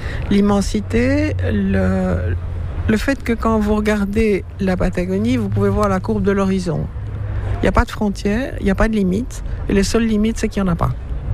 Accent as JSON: {"language": "French", "country": "Belgium", "said": "Alors voilà, je suis une Belge de l'extérieur. Ma mère était déjà une globe-trotteur pour un métier tout à fait différent du mien."}